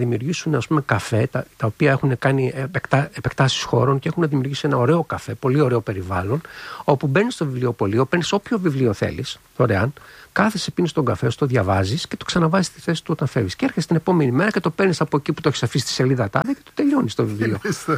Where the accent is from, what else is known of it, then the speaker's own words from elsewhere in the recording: Greece; παίρνουν καμιά φορά συνέντευξη, ας πούμε, και το ραδιόφωνο, η τηλεόραση, τη τοπική, ας πούμε, να μιλήσω σαν Έλληνας και αυτά, και λέω.